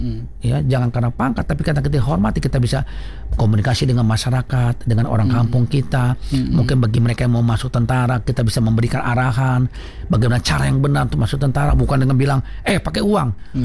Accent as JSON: {"language": "Indonesian", "region": "North Sumatra", "country": "Indonesia", "said": "kita bangga ya sebagai orang Batak."}